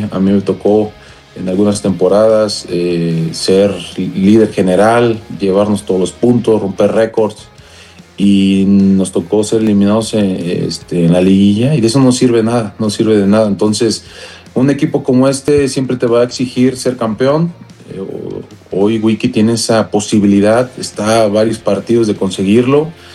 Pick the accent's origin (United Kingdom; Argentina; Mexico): Mexico; esperando que sea un gran mundial como todo mexicano